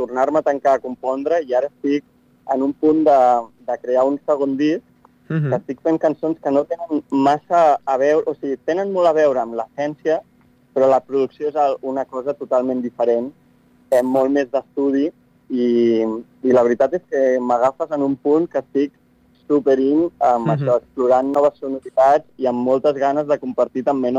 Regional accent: La Guàrdia Pilosa, Catalonia, Spain; aquest poble és el meu poble

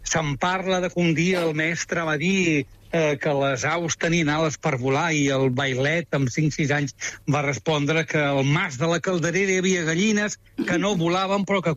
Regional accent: Reus, Catalonia, Spain; I molt content de parlar de Gaudí, esclar que sí. Escolta, i com a reusenc, encara més.

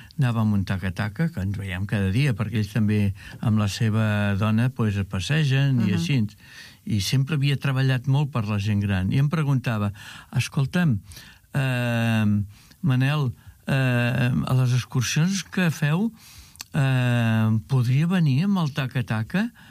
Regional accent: Arenys de Mar, Catalonia, Spain; born there; vaig néixer a Arenys.

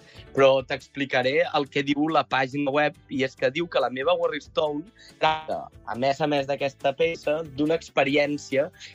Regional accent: Barcelona, Catalonia, Spain; que sóc de Barcelona

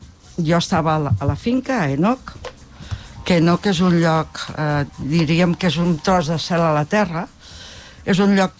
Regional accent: Sant Sadurní d'Anoia, Catalonia, Spain; now in Castellví de Rosanes, Spain; Bueno, ara no, ara vinc a Castellví de Rosanes, però jo sóc filla de Sant Sadurní d'Anoia, del País del Cava. que també té molta personalitat.

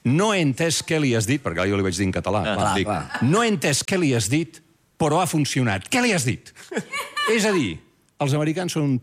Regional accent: Barcelona, Catalonia, Spain; Vinc de Barcelona, perdona.

